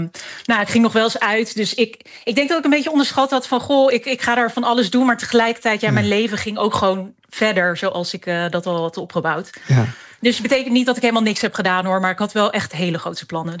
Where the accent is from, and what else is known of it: Netherlands